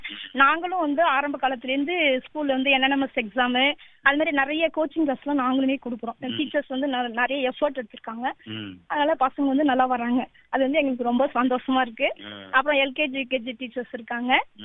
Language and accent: Tamil; Thiruvarur, Tamil Nadu, India; சொந்த ஊர் திருவாரூர் சார்.